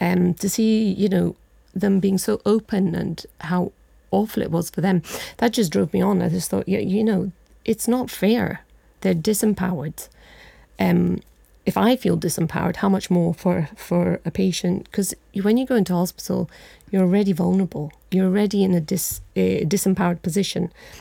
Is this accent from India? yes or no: yes; India; So my dad was a surgeon in he practiced in India. I was brought up in India.